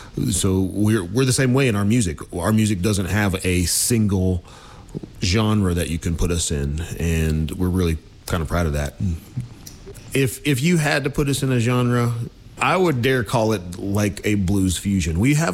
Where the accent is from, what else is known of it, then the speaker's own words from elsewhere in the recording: Stewartsville, Virginia, United States; I grew up in Bedford County, Stuartsville.